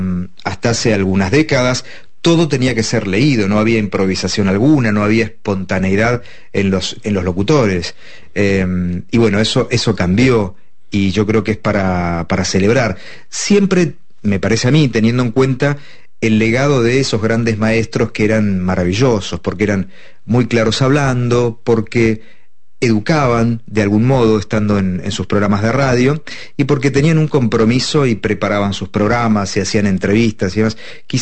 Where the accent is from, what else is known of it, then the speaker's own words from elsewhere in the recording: Mar del Plata, Buenos Aires Province, Argentina; en Mar del Plata, en mi ciudad natal, mi familia escuchaba mucho la radio AM, onda media, ¿no?